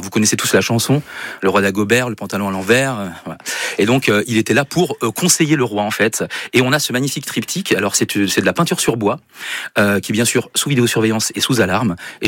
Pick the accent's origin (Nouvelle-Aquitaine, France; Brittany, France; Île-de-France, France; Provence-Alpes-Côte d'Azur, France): Nouvelle-Aquitaine, France; chez nous en Creuse